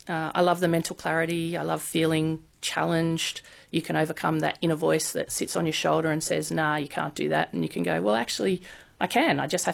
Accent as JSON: {"language": "English", "region": "New South Wales", "country": "Australia", "said": "We've got, I think we've got 18 people coming from our region. We're all from the Illawarra."}